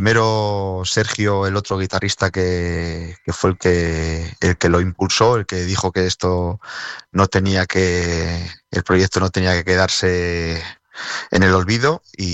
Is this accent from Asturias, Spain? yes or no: yes; Asturias, Spain; moved away as an adult; also born or lived in León / Santander; yo nací en León, pero me he criado en Asturias. Yo toda mi vida, hasta los 18 años, crecí en Asturias. Entonces, bueno, yo me considero asturiano, porque uno es de donde pase, ¿no? Dicen, no de donde nace.